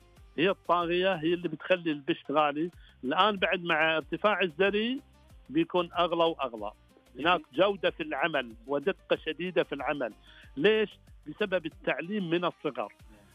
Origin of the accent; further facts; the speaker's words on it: Saudi Arabia; حنا عندنا في السعودية